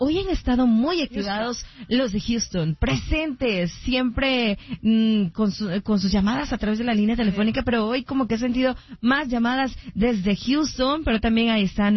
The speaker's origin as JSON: {"language": "Spanish", "country": "France", "said": "Yo soy de Francia."}